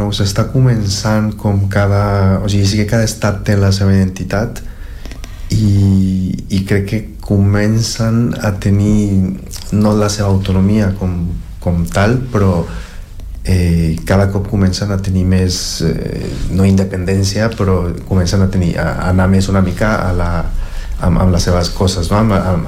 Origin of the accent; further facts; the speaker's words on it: Mexico City, Mexico; Catalan is a second language; now in Catalonia, Spain; vaig néixer a la Ciutat de Mèxic i era un barri que estava molt a prop de l'aeroport